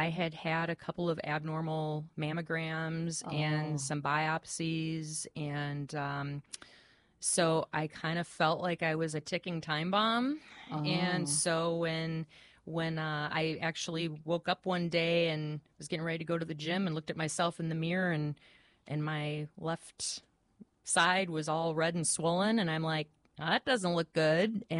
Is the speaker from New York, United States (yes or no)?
no; Minnesota, United States; moved away as an adult; also born or lived in Cleveland, Ohio; now in Oxnard, United States; So I was born in Cleveland, Ohio, and grew up in Minnesota, just south of Minneapolis, lived there most of my life, and moved here to, I live in Oxnard and have lived here for 21 years.